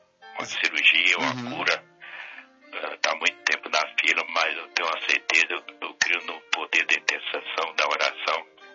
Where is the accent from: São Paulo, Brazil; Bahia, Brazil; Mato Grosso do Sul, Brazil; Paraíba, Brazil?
Bahia, Brazil; now in Belo Horizonte, Brazil; Baiano, mas moro há 40 anos aqui na capital de Belo Horizonte.